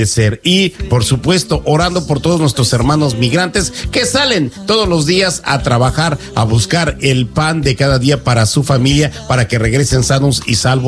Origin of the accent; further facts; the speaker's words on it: Mexico; now in United States; yo soy católico, apostólico, mexicano, porque romano no, si tengo la pinta de ser italiano, pero no.